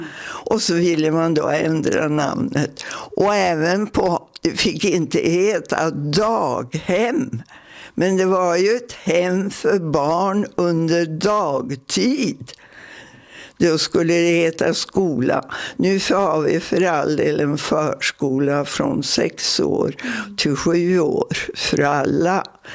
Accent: Jämtland County, Sweden; now in Pixbo, Sweden; jag är från Jämtland

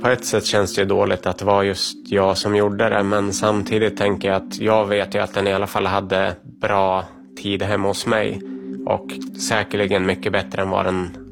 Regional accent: Sweden; moved away; jag kommer från Sverige

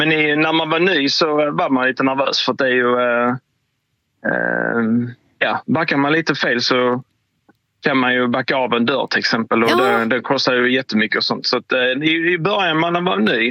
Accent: Ystad, Skåne, Sweden; now in Staffanstorp, Sweden; Ja, jag bor i Staffanstorp nu, men jag är från Ystad egentligen. Så jag har precis flyttat till Staffanstorp.

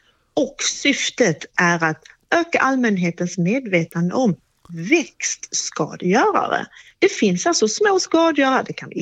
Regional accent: Skåne, Sweden; now in Jönköping area, Sweden; Jag är ju själv skåning då.

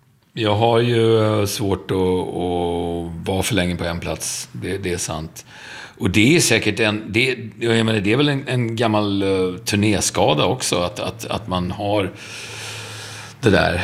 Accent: Stockholm, Stockholm County, Sweden; Stockholm är ju min hemstad.

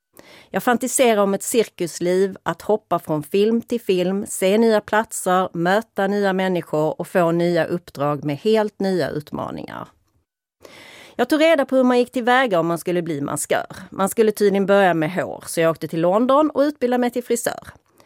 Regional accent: Malmö, Skåne, Sweden; Jag är uppvuxen i Malmö med en pappa som var bankdirektör och en mamma som var tandtekniker och en lillebror.

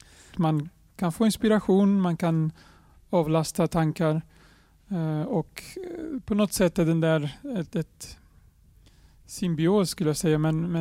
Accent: Oeiras, Lisbon, Portugal; moved away; also born or lived in Avesta, Dalarna, Sweden; Jag är född och uppväxt i Lissabon, i Oeiras.

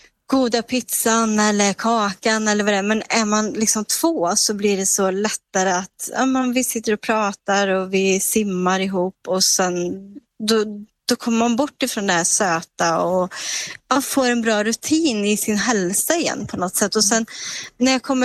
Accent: Sweden; moved away as an adult; now in abroad; när jag bodde i Sverige, alltså jag är ändå född i Sverige och bott där tills jag var 36 år

